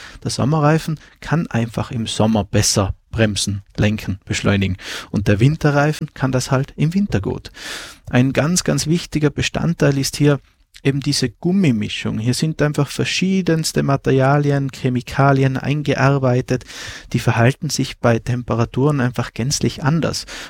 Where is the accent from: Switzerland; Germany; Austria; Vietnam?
Austria; Tyrol; dann wird es das erste Mal in den Alpen zu Hause kalt, zum Beispiel bei uns in Tirol.